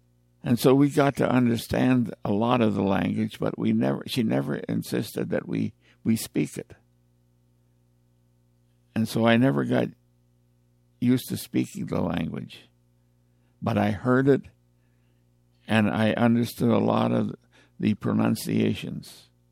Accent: Ontario, Canada; also born or lived in Buffalo, New York; Buffalo, New York, 84 years ago. At the age of 8 months, I was taken down to the Six Nations Reservation near Brantford, Ontario, and handed over to my grandmother, who raised me.

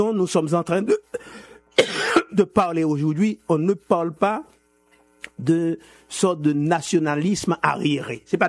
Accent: Haiti; born there; moved away; Moi, tu sais que je suis né en Haïti. Ça fait longtemps que je suis ici.

